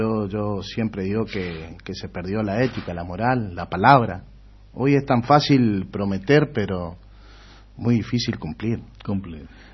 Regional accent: Resistencia, Chaco, Argentina; also born or lived in El Impenetrable, Chaco; Yo soy nacido y criado en Resistencia, y llegó un momento de mi vida que me fui al impenetrable

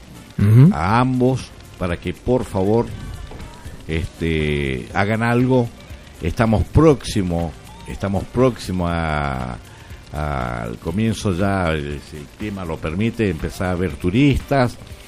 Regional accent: Argentina

